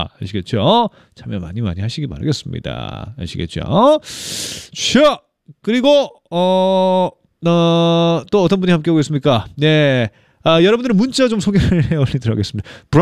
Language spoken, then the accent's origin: Korean; Busan, South Korea; 요즘 서울말을 굉장히 잘 쓰고 있다고 자부했던 게 아이들이 제가 부산에서 왔다고 하면 엄청 놀라더라고요. 선생님이 부산에서 오셨다고요?